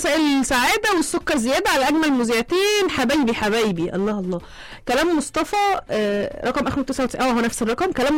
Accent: Monufia Governorate, Egypt; انا من المنوفيه.

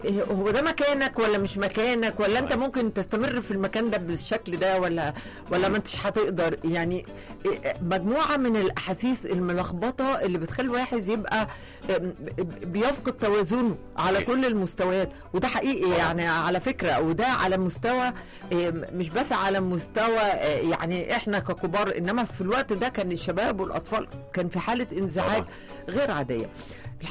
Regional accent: Egypt; احنا كنا فقدنا الهوية يعني كمصريين

